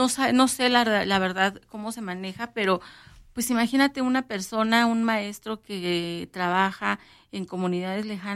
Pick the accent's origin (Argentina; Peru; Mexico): Mexico; pues así somos mexicanos